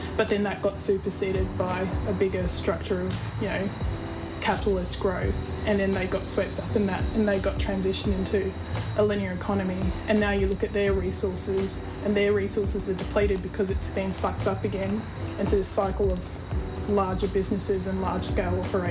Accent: Portland, Victoria, Australia; moved away; I grew up in Portland in Victoria, and that's a small town which used to have an aluminium smelter operating. So it's a coastal town, has a big port.

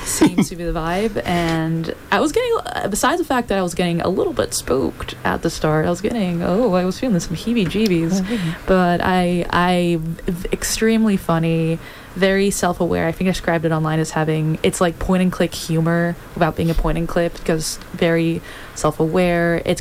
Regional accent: Australia; I'm also Australian, by the way. I just talk like this.

